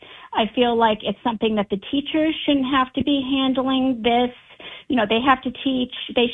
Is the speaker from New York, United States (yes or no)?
yes; New York, United States; I'm from New York originally, and I worked in the schools in New York for 7 years.